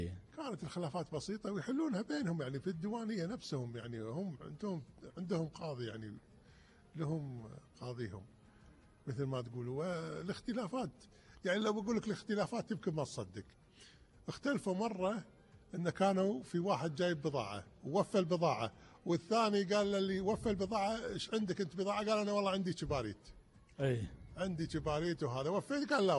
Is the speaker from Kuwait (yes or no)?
yes; Kuwait